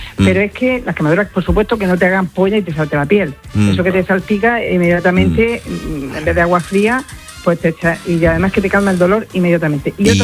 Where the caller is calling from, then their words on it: Region of Murcia, Spain; Soy murciana.